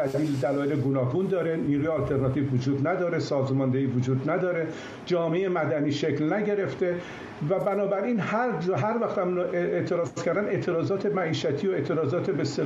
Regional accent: Iran; به عنوان یک ایرانی

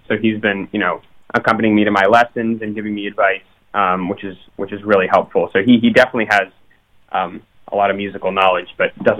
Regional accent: Pittsburgh, Pennsylvania, United States; We are from the Squirrel Hill area, right near Carnegie Mellon.

